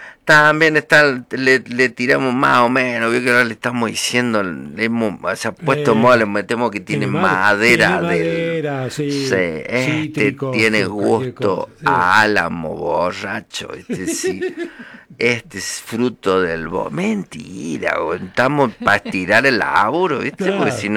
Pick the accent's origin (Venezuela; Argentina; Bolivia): Argentina; La Rioja; born there; No, mi mamá es santiagueña y yo nací en La Rioja.